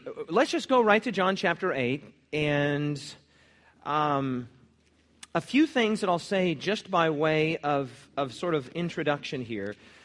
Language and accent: English; Cheyenne, Wyoming, United States; born there; I was born in Cheyenne, Wyoming, and born again in Laramie, Wyoming.